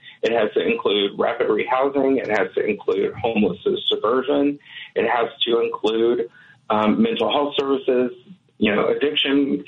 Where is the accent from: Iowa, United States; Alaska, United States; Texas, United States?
Texas, United States; Dallas; now in Madison, United States; I come from Dallas